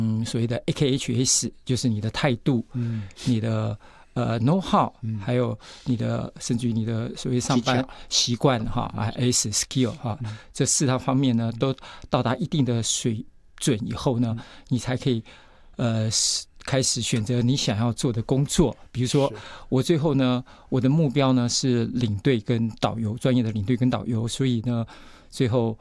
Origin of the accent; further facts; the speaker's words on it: Taiwan; 然后呢，我们台湾人呢到国外去玩，我们叫澳镑。